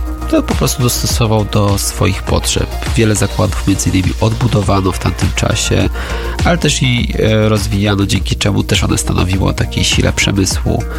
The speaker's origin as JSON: {"language": "Polish", "town": "Rzeszów", "region": "Subcarpathian Voivodeship", "country": "Poland", "said": "tutaj akurat ja jestem z Rzeszowa i te opowieści rodzinne o tym dawnym WSK, o tych zakładach lotniczych dzisiaj już w prywatnych rękach"}